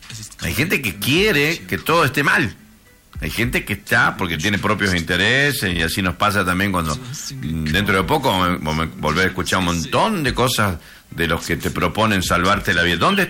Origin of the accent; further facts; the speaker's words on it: Argentina; como argentino, como futbolero